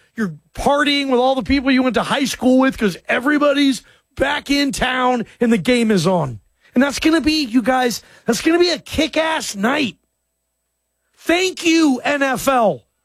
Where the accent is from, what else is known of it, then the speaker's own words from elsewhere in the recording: Atlanta, Georgia, United States; born there; I was born in Atlanta, by the way, man.